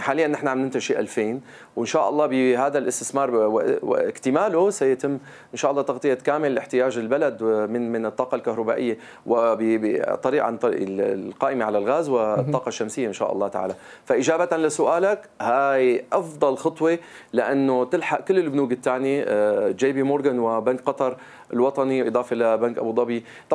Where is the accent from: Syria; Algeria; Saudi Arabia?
Syria; بعد إزالة جميع القيود وجميع العقوبات عن بلدنا سوريا